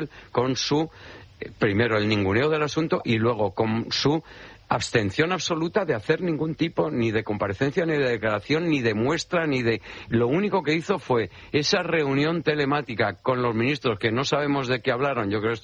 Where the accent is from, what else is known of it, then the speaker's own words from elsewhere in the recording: Ceuta, Spain; Eso, primero, yo soy ceutí y me acuerdo de su abuela, eso para empezar.